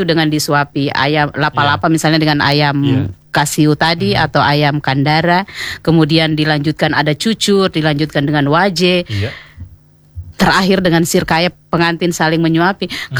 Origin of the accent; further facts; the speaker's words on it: Southeast Sulawesi, Indonesia; cucur itu sebenarnya bagian dari identitas kita sebagai orang Muna, entah orang Buton